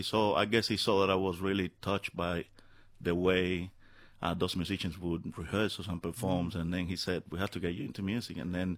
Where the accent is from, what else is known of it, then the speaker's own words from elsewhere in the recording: Cuba; Well, Cuba is a place that... It's a very small island, but it's really rich in culture and music.